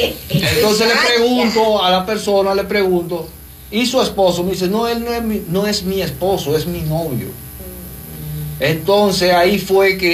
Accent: Dominican Republic; now in San Pedro de Macorís, Dominican Republic; yo soy dominicano, un dominicano afable, un dominicano que le brinda

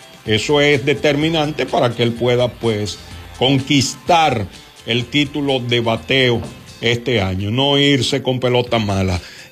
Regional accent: El Seibo, Dominican Republic; Usted sabe que hay gente en el Ceibo también que decía así, que hablaba así, de esa manera. Yo soy del Ceibo.

